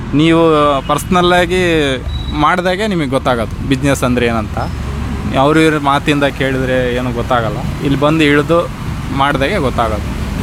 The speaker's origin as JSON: {"language": "Kannada", "town": "Gangavathi", "region": "Karnataka", "country": "India", "tie": "born or raised there", "moved": "yes", "said": "ನಾನು ಹುಟ್ಟಿ ಬೆಳೆದಿದ್ದೆಲ್ಲ ಗಂಗಾವತಿ. ಗಂಗಾವತಿ ಮುಂದೆ ಕಾರ್ಡಿಗೆ ಅಂತೇಳಿ ಚಿಕ್ಕ ಗ್ರಾಮದಲ್ಲಿ ಬೆಳೆದಿರೋದು, ಎರಡೋಣ ಅಂತ."}